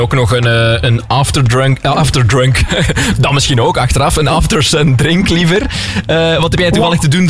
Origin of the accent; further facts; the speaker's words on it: Flanders, Belgium; Ja, dus ik ben West-Vlaming